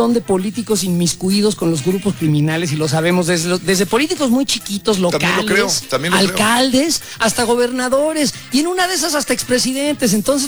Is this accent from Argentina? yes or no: no; Mexico; Pues deberíamos de despertarnos como mexicanos